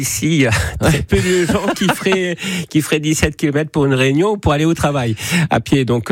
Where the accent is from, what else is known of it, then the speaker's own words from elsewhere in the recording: France; chez nous en France